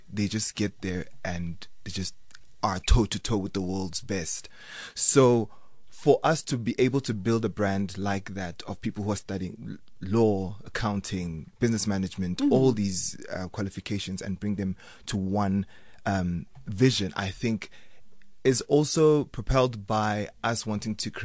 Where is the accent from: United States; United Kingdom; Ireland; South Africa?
South Africa; as a South African people, as a nation, we love singing.